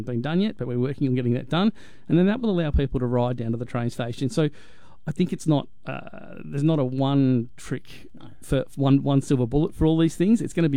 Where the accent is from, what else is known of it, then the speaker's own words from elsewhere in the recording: Canberra, Australian Capital Territory, Australia; moved away; I grew up in Canberra, spent a number of years in Canberra